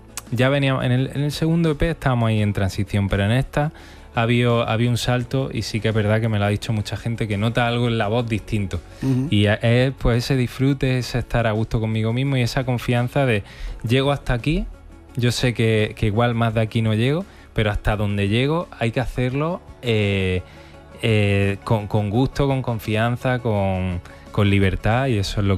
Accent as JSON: {"language": "Spanish", "town": "Almería", "region": "Andalusia", "country": "Spain", "also_born_or_lived": "Granada"}